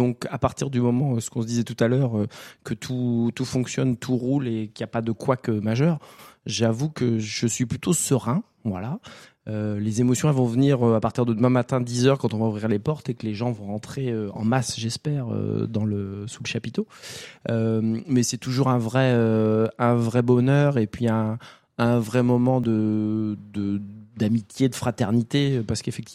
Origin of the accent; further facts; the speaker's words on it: Montaigu, Pays de la Loire, France; moi, je suis né à Montaigu, j'ai vécu longtemps à Montaigu